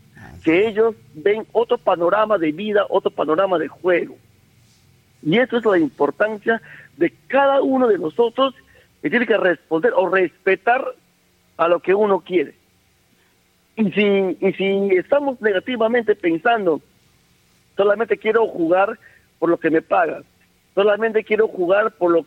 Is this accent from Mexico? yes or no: no; Tabalosos, San Martín, Peru; tanto como mi pueblo de Tabalosos y tanto como mi pueblo de Lama.